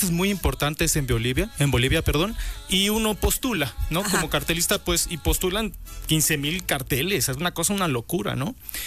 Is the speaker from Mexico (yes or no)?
yes; Tapachula, Chiapas, Mexico; now in Puebla, Mexico; Soy del antiguo Soconusco, soy de Tapachula, frontera con Guatemala, con los chapines.